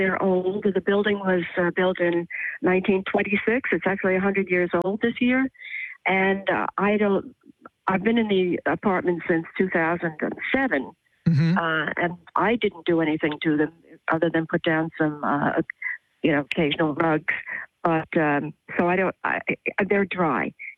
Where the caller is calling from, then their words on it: Glens Bay, New York, United States; I'm actually calling from Glens Bay, New York, a little hamlet in Sullivan County.